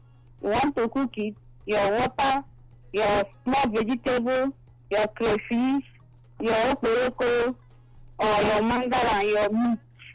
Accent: Abia, Nigeria; now in Port Harcourt, Nigeria; when I come from Abia State, I want to stop the normal simple soup where we cook for our place. And you say, it's very hard for me to eat at Port Harcourt here.

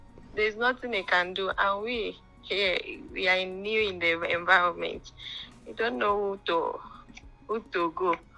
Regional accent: Akwa Ibom, Nigeria; moved away; Me, I'm Akwa Ibomite.

